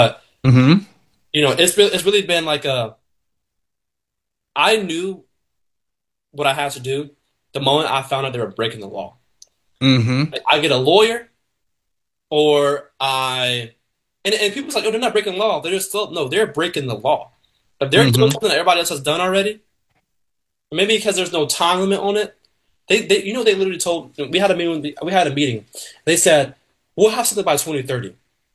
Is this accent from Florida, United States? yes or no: yes; Tampa, Florida, United States; I'm from Tampa Bay. I'm used to being on the bay. The waterfront.